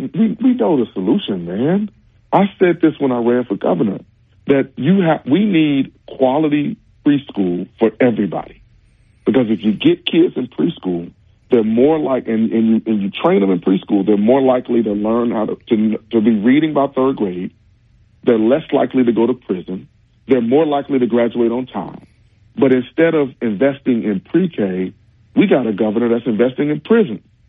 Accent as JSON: {"language": "English", "town": "Pine Bluff", "region": "Arkansas", "country": "United States", "tie": "born or raised there", "said": "Could you imagine when we were growing up in Pine Bluff that if a second, a first, second, or third grader couldn't read, what would happen?"}